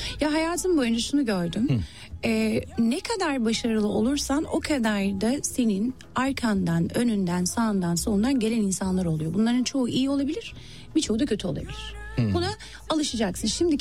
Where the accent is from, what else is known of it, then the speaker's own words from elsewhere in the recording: London, United Kingdom; Biraz daha yani ben yıllarca çok farklı bir ortamda büyüdüm. Halk evlerinde büyüdüm Londra'da.